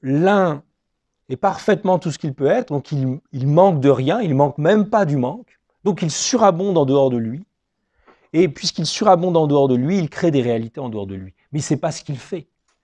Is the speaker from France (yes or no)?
yes; Metz, Grand Est, France; born there; Moi, je suis né à Metz, en France.